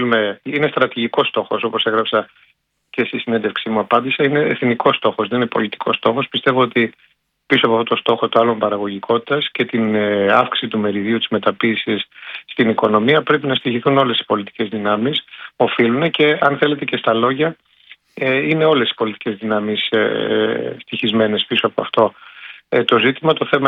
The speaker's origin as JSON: {"language": "Greek", "country": "Greece"}